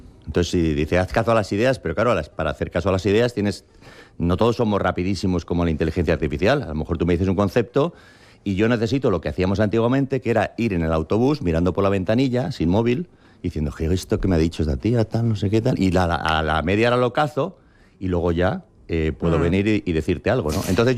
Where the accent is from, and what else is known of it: Spain; born or raised there; now in United States